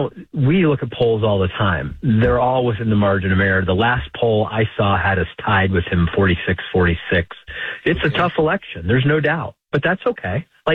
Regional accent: Ohio, United States; also born or lived in Detroit; But look, I'm an Ohio guy, even though I was born in Detroit, Michigan. I started out life in a foster home there, was blessed to be adopted and grew up in rural Ohio

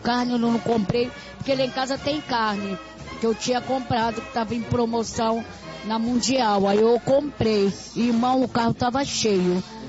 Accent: Cantagalo, Rio de Janeiro, Brazil

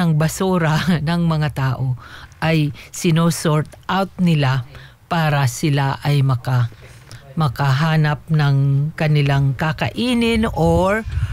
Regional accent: Eastern Visayas, Philippines; moved away; sa probinsya namin, doon sa Samar

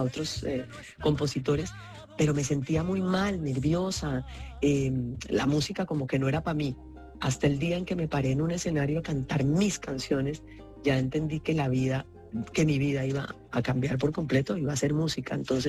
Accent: Ginebra, Valle del Cauca, Colombia; yo realmente canto desde chiquita porque nací en un pueblo que inevitablemente me enseñó a música, a cantar, que fue Ginebra Valle, donde nació el Festival del Mono Núñez

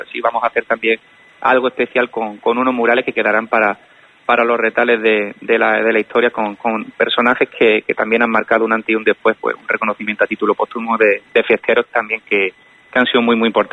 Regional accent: Andalusia, Spain; aquí en la provincia de Málaga, y además en una zona concreta de aquí de nuestra tierra.

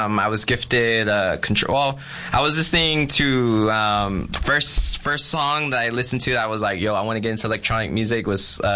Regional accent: Calexico, California, United States; There's not a lot much going on over there, but it's definitely hot just as it is over here.

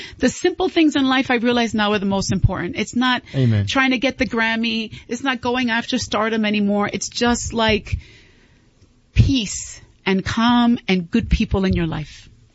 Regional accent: Bronx, New York, United States; much fun growing up in the Bronx.

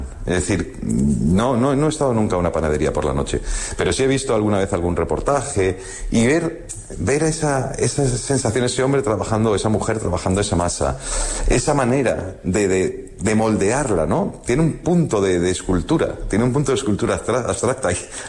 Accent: Madrid, Community of Madrid, Spain; born there; Yo no he nacido en una zona de mar porque nací en Madrid

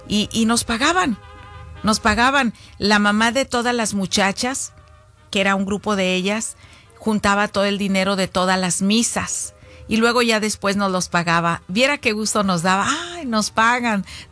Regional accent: Zacualco de Torres, Jalisco, Mexico; moved away; cuando yo estaba allá en mi pueblo en Zacualco de Torres, Jalisco.

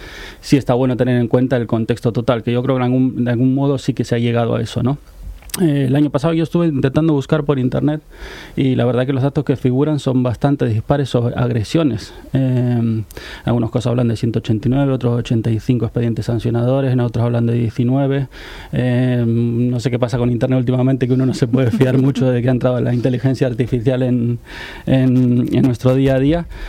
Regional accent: Cantabria, Spain; accent: Cantabrian; me extraño la lluvia cántabra. Yo soy cántabro, como puedes observar por mi acento.

